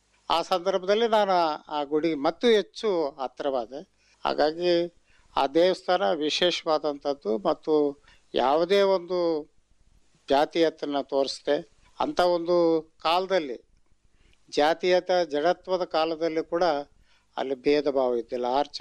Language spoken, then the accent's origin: Kannada; Raichur, Karnataka, India; born or raised there